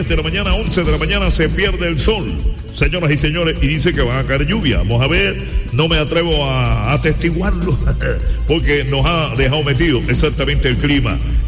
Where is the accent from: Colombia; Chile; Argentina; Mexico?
Colombia; Repelón, Atlántico; Si tú eres Manatí, yo soy de Repelón.